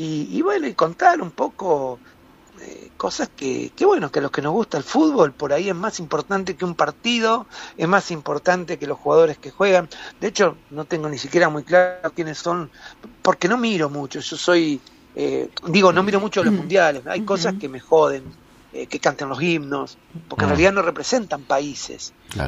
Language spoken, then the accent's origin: Spanish; Argentina